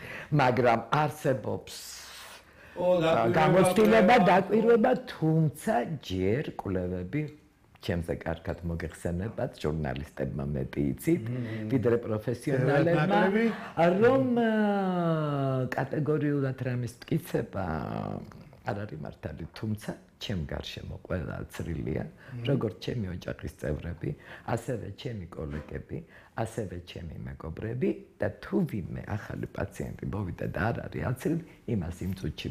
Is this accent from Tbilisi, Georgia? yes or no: yes; Tbilisi, Georgia; თბილისელი ვარ, თბილისურად მოვიქცევი.